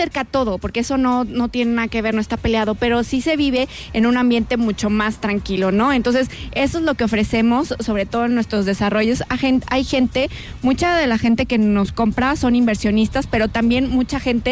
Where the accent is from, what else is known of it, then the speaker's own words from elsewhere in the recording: Querétaro, Mexico; De aquí, de Querétaro.